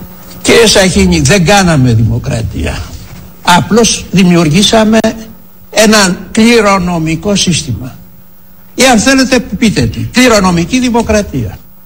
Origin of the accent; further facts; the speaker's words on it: Mani, Peloponnese, Greece; Στην πατρίδα μου τη Μάνη λένε το χαμηλό, το γάιδαρο, όλοι τον καβαλάνε.